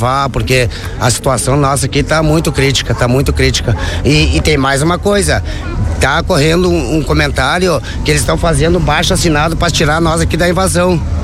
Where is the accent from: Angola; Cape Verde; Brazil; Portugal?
Brazil; Uruguaiana, Rio Grande do Sul; eu vim lá da Uruguaiana, lá da fronteira.